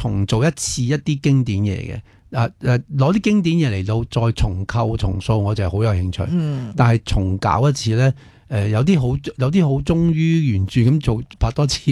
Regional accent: Hong Kong; 我哋香港人

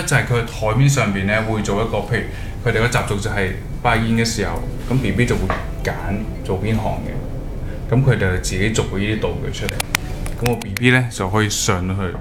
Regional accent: Hong Kong; 我哋香港人

